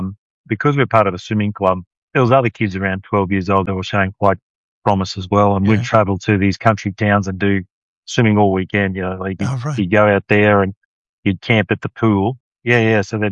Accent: Rockhampton, Queensland, Australia; So yeah, I grew up in Rockhampton, Des, and I've got two brothers and two sisters.

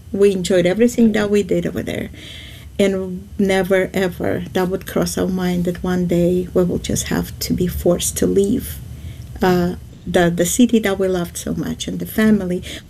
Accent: Baku, Azerbaijan; They would say, we're from Baku, which means we belong to Baku, and that's our nationality. And yes, all the years that we had our life there was, you know, being raised as a child

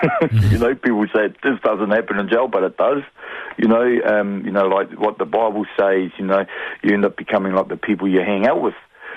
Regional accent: Hastings, Hawke's Bay, New Zealand; I was born in Hawke's Bay. I'm always been a Kiwi dude, as you know, born and bred here.

